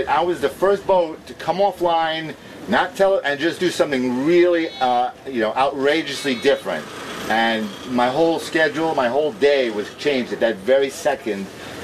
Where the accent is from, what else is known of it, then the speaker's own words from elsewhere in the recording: New York City, New York, United States; I grew up in Coney Island, right on the beach